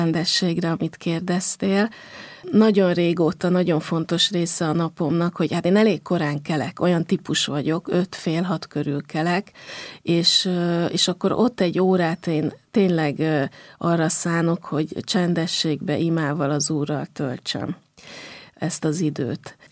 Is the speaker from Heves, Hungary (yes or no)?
no; Budapest, Hungary; Budai vár mellett az első kerületben nőttem föl, és a városmajori templomba jártunk templomba.